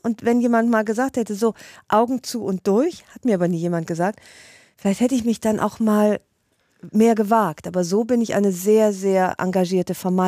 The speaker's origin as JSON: {"language": "German", "region": "Rhineland", "country": "Germany", "said": "weil ich ich bin ja Rheinländerin und Ungarin, also in entsprechenden Situationen bin ich durchaus dramatisch und auch glaubwürdig."}